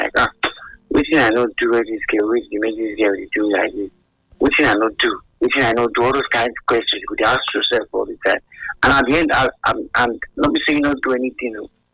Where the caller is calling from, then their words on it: Nigeria; I'm calling from Ekai.